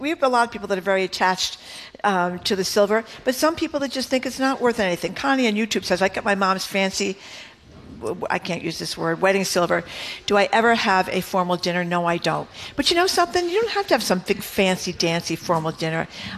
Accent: Fall River, Massachusetts, United States; born or raised there

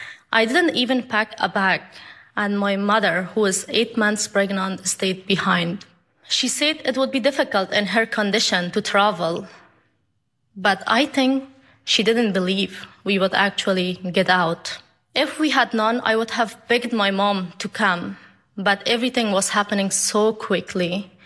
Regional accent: Afghanistan; I have never met my grandfather, but growing up in Afghanistan, I remember listening to stories about his passion to medicine

